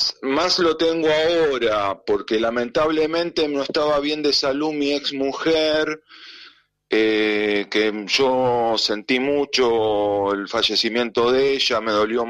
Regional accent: Lanús, Buenos Aires Province, Argentina; moved away; yo tengo pensado mudarme a Lanús. Porque yo viví y me crié en Lanús

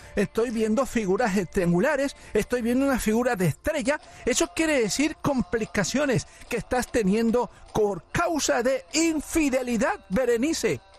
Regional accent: Catemaco, Veracruz, Mexico; Y de donde yo vengo, en Catemaco, Veracruz, no andamos por las ramas.

